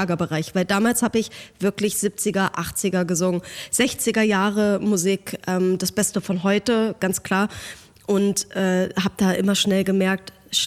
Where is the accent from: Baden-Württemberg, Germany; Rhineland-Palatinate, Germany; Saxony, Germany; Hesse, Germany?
Hesse, Germany; accent: Hessian dialect; ich bin aus Hessen, ich habe schon echt einen Dialekt